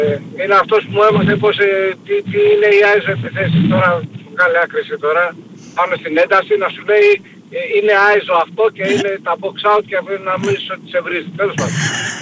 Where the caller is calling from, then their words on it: Chaidari, Attica, Greece; είμαι από δρόμο, από Χαϊδάρι.